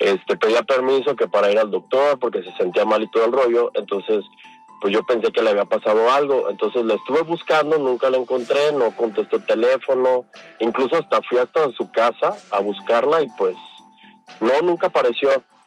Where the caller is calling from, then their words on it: León, Guanajuato, Mexico; Buenas noches … de León, Guanajuato.